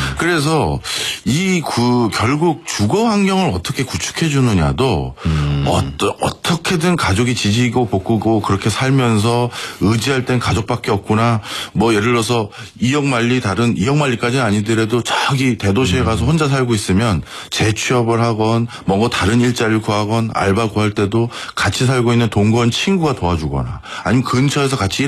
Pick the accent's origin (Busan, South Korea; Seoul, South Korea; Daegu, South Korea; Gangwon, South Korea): Seoul, South Korea; 저는 집도 서울이라서 굳이 나가서 따로 살 이유가 없잖아요. 통학하는데.